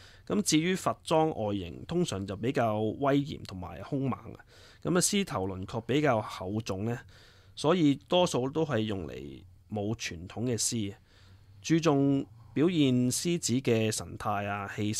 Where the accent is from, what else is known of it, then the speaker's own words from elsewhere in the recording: China; now in Brisbane, Australia; 尤其是我哋身處喺外國啊，喺 Brisbane 啦，咁作為中國人咧，反而會更加想小朋友去接觸翻自己嘅文化